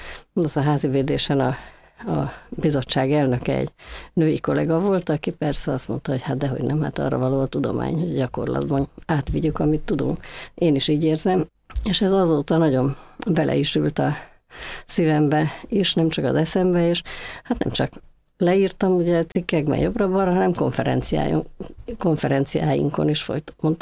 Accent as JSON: {"language": "Hungarian", "region": "Budapest", "country": "Hungary", "tie": "born or raised there", "said": "A Gellért-hegyen laktunk kiskoromban, úgyhogy ott kezdtem a Köböl utcai általános iskolában. Aztán Pestre költöztünk, és a Szemere utcai általános iskolába folytattam."}